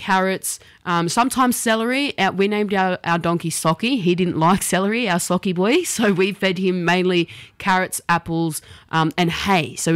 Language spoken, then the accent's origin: English; Kempsey, New South Wales, Australia; born there; moved away; also born or lived in Brisbane / Redfern; I lived in Kempsey, because I absolutely loved growing up in Kempsey. But when I was growing up, I couldn't stand being in Kempsey because it was in the middle of nowhere.